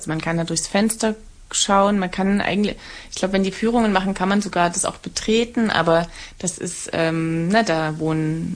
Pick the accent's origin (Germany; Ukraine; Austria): Germany; Saxony; Also da, wo ich herkomme, im Erzgebirge, da driften die Jugendlichen Schneeflächen.